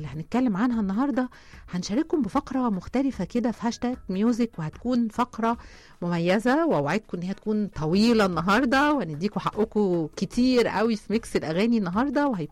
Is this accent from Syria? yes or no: no; Egypt; شكل حياتنا كمصريين،